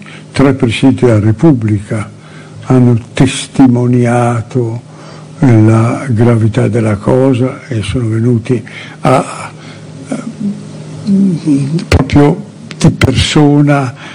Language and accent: Italian; Reggio Emilia, Emilia-Romagna, Italy; nella mia città natale Reggio Emilia, terra del tricolore